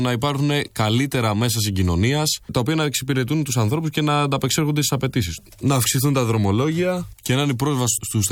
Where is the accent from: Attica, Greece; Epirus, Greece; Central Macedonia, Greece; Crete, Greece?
Crete, Greece; και εγώ είμαι από την Κρήτη, που είναι ένα πολύ ωραίο μέρος.